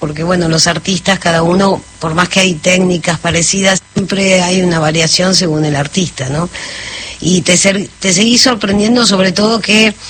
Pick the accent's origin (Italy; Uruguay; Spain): Italy; soy italiana, tengo doble ciudadanía, así que Italia me tira, digamos, con respecto a la sangre.